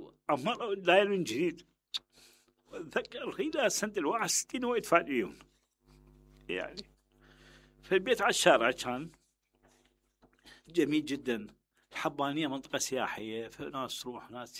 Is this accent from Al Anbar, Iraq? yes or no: yes; Fallujah, Al Anbar, Iraq; أنا ولد بالفلوجة